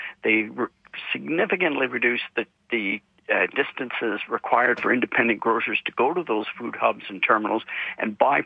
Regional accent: Canada; I think is most important as a Canadian, is that in many areas of this country, we only have one.

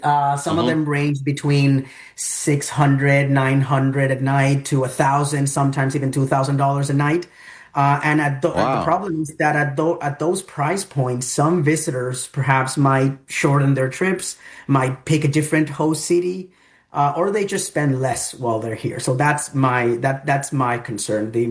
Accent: Barranquilla, Atlántico, Colombia; now in Vancouver, Canada; I grew up in Barranquilla. That's a city in the northern Caribbean coast of Colombia.

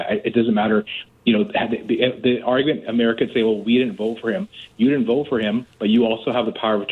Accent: Canada; But I know as a Canadian, I'm here to support my country, and I would refuse to go to the U.S.

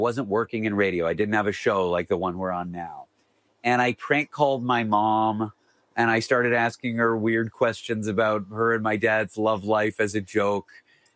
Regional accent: Canada; And I said, George, I'm Canadian. I know who you are.

